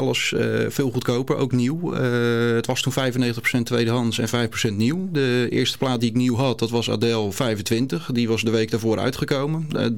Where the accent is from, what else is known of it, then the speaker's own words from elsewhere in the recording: Gouda, South Holland, Netherlands; born there; Ja, Gouda, mijn geboortestad dus. Dus ik heb eigenlijk al mijn familie hier wonen.